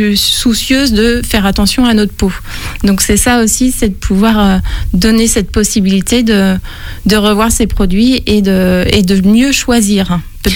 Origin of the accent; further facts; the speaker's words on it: Chalon-sur-Saône, Bourgogne-Franche-Comté, France; je viens de Chalon. Donc, je n'ai pas vraiment bougé. Je suis restée dans le secteur.